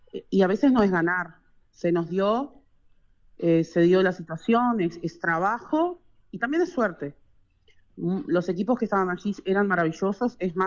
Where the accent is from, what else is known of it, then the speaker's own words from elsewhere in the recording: Rivera, Uruguay; now in Caraguatá, Uruguay; uno de Rivera, que es de donde somos con Yanni, vivimos en Caraguatá, pero somos de Rivera.